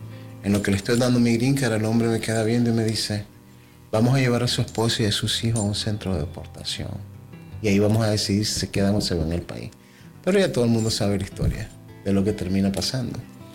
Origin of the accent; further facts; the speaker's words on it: Nicaragua; Yo soy de Nicaragua y yo pude, gracias al Señor, me dio la oportunidad de traer a mi familia.